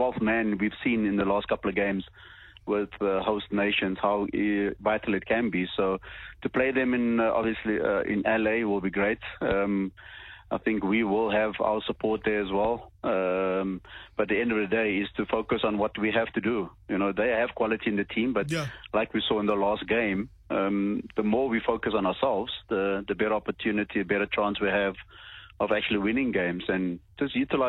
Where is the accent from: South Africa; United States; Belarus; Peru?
South Africa; sport is, can't be watched without snacks. That is not possible. Not as a South African anyway.